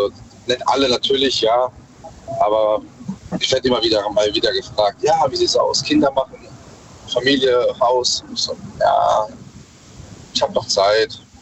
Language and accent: German; Mannheim, Baden-Württemberg, Germany; Aus Mannheim.